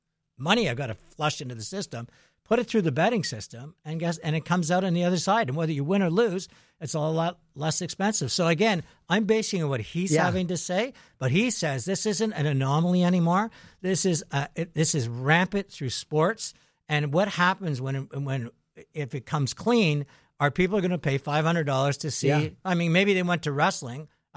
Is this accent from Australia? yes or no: no; Montreal, Quebec, Canada; I grew up in Montreal.